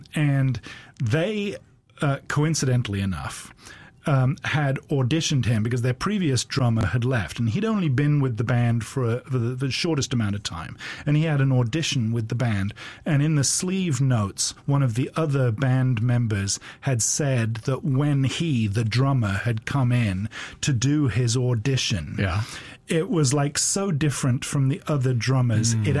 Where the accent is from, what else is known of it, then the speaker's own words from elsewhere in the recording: England, United Kingdom; I'm English